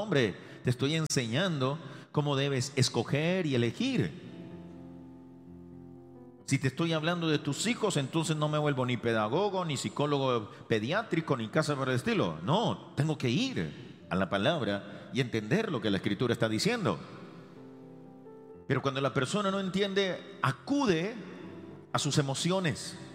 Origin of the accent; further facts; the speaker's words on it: Colombia; participación como ciudadanos colombianos.